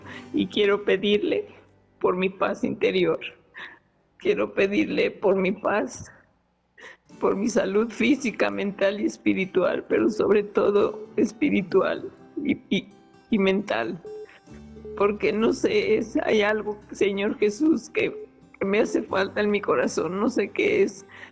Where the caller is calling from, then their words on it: Guadalajara, Jalisco, Mexico; de aquí de Guadalajara.